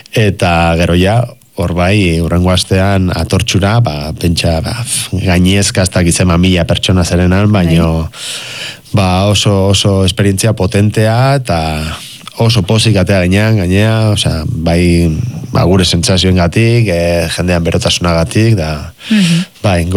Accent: Legazpi, Basque Country, Spain; porque ni Lehazpikoa naiz

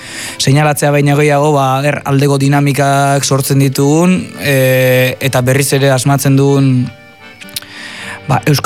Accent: Basque Country, Spain; Baina, ni euskalduna naiz, eta irutzen zait, hemen bueno, guztiz plano diferentetan daudela, egoera diglosikoan gaudela, eta euskararen alde egitea dagokigula.

